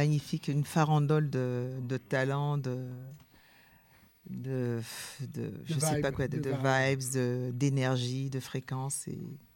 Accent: Toumodi, Lacs, Côte d’Ivoire; also born or lived in Paris; D'abord, je suis née à Paris. Après, j'ai grandi petite princesse à Toumoudi. Je suis une petite villageoise.

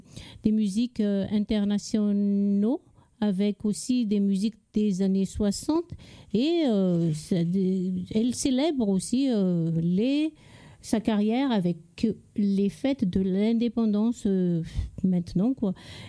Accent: Marseille, Provence-Alpes-Côte d'Azur, France; je suis marseillaise.

